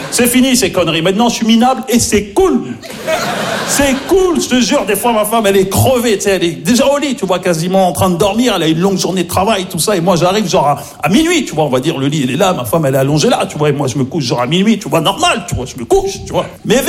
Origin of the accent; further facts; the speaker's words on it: Maisons-Alfort, Île-de-France, France; parce que j'ai grandi à Maisons-Alfort, en plus, tu vois, dans le 9-4, tu vois, j'ai grandi...